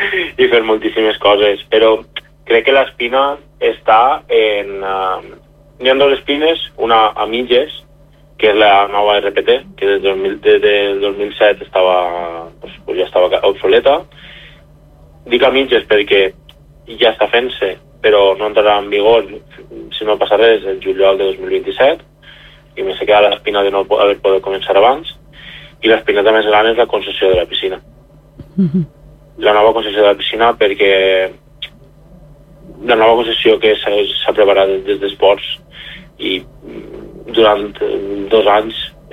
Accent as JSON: {"language": "Catalan", "town": "Oliva", "region": "Valencian Community", "country": "Spain", "tie": "born or raised there", "said": "No, jo sóc ciutadà d'Oliva des de que vaig nàixer, i conforme he dit, jo tinc la meva feina en Oliva i torno a la feina"}